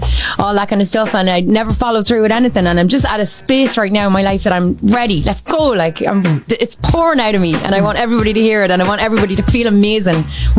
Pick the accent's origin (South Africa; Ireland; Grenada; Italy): Ireland; moved away as an adult; now in New York, United States; I'm originally from Ireland, but I've been living over here for like 22 years now in New York